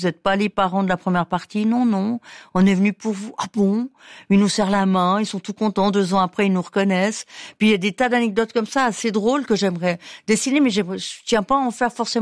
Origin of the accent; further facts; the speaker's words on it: Valais, Switzerland; accent: Valais accent; now in Lausanne, Switzerland; un côté pegnaude avec l'accent valaisan.